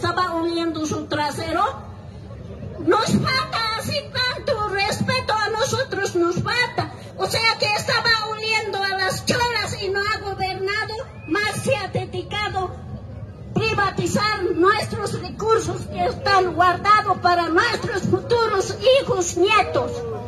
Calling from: Bolivia

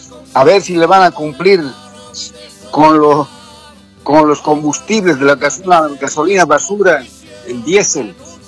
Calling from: Warnes, Santa Cruz, Bolivia; de Satélite Norte, Warnes.

